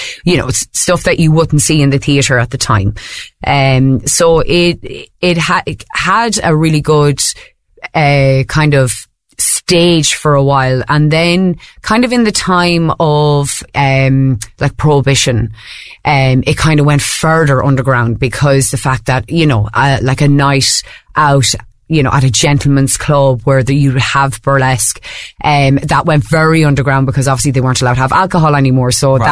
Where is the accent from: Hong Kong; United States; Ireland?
Ireland; a woman growing up in Ireland and in a Catholic Ireland